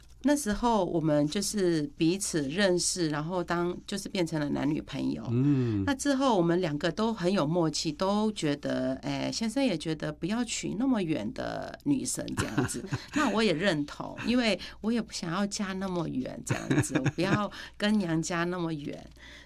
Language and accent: Chinese; Myanmar; moved away; 他问我说你是哪里人，然后我就说缅甸的